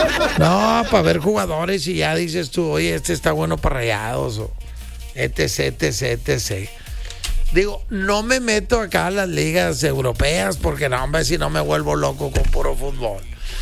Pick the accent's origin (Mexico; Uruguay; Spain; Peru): Mexico; somos mexicanos. Somos mexicanos